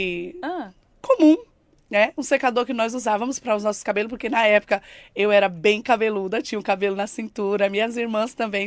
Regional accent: Guarulhos, São Paulo, Brazil; born there; also born or lived in Itabaianinha, Sergipe; Não, a gente é de Guarulhos. Guarulhos.

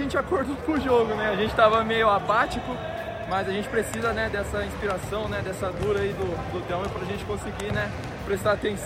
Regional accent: Piracicaba, São Paulo, Brazil; now in Limeira, Brazil; Eu sou de Piracicaba, tenho 23 anos.

